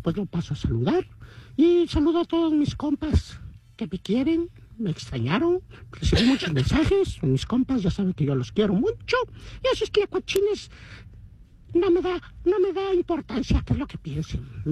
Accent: Tijuana, Baja California, Mexico; born there; Bueno, nací en Tijuana, soy mexicano, pero mis ancestros son españoles.

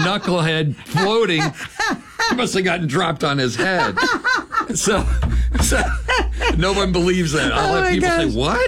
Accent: Springfield, Ohio, United States; moved away as an adult; now in Michigan, United States

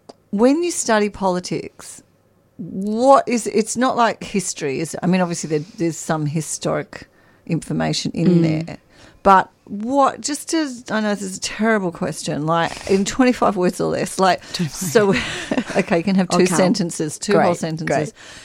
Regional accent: Perth, Western Australia, Australia; Have I ever told you that that's where I was born and I grew up?

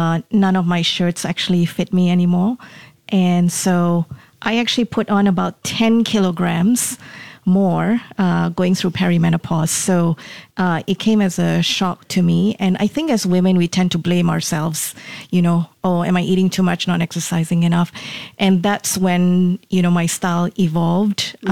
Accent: India; because I'm a colored woman, I'm Indian, right?

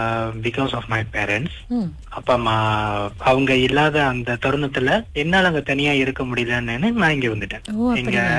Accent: Shah Alam, Selangor, Malaysia; moved away as an adult; now in Kulim, Malaysia; Actually நான் வந்து பிறந்து வளர்ந்தது எல்லாமே ஷாலாம் கிளைன், அங்கதான் பிறந்து வளர்ந்தது எல்லாமே. படிச்சது, என்னோட காலேஜ் முடிச்சது எல்லாமே அங்கதான்.

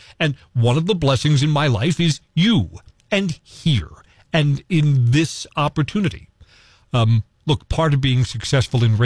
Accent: Fairfield, Connecticut, United States; born or raised there; also born or lived in Brooklyn

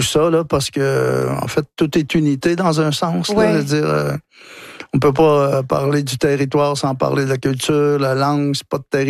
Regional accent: Trois-Rivières, Quebec, Canada; born there; Je suis né à Trois-Rivières, mais on passait tous nos étés le long de la rivière.

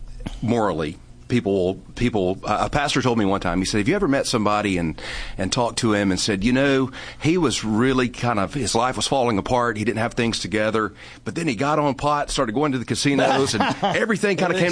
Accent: Alabama, United States; now in Florida, United States; when I come from Alabama, it's my home.

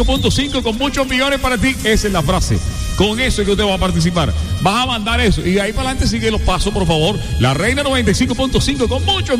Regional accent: El Carmen de Bolívar, Bolívar, Colombia; en mi tierra, en el Carmen de Bolívar.

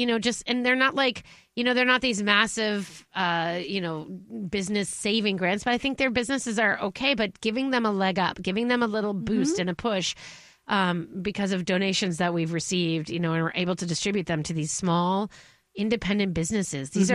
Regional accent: Minnesota, United States; like, I feel like there is a, you know, like a real joy of being a Minnesotan.

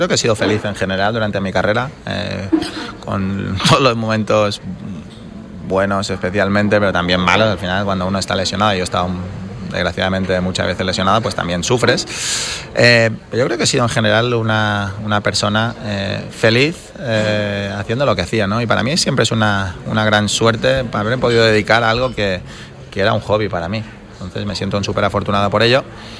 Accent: Spain; evidentemente el fútbol como buen español pues es una pasión

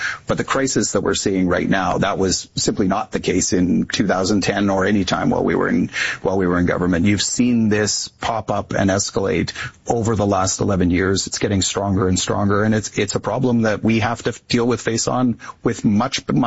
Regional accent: Devon, Alberta, Canada; talk to regular people on the ground in my constituency, in Leduc and Wetaskiwin and Beaumont and Devon, my hometown, Devon, which was built by Esso 3 years

